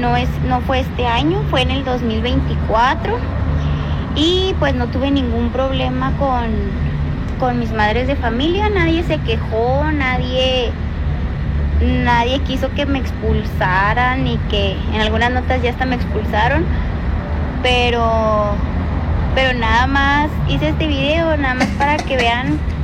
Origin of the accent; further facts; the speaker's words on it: Nuevo Casas Grandes, Chihuahua, Mexico; moved away as an adult; now in Ascensión, Mexico; no soy de Chiapas, no soy de Saltillo, no soy de ningún lado. Yo soy de Nuevo Casas Grandes, Chihuahua, y tengo muchos años, bueno, 7 años, 8, viviendo en Ascensión, Chihuahua.